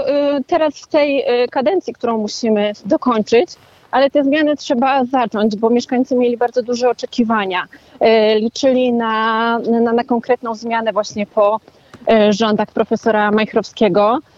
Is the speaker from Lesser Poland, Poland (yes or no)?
yes; Kraków, Lesser Poland, Poland; U nas w Krakowie nie ma tego tak mocno zarysowanego na tej linii.